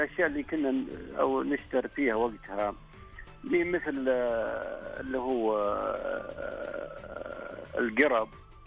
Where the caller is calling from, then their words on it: Saudi Arabia; عندنا في المملكة العربية السعودية